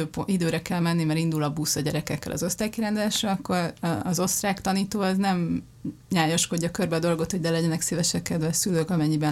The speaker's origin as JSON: {"language": "Hungarian", "country": "Hungary", "said": "Én nem az a magyar vagyok, aki állandóan Ausztriába járt, meg Bécsbe vásárolni."}